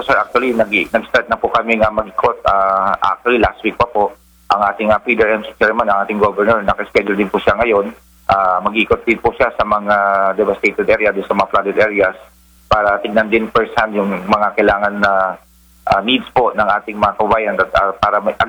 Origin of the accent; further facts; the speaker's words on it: Ilocos Region, Philippines; dito sa amin sa Pangasinan.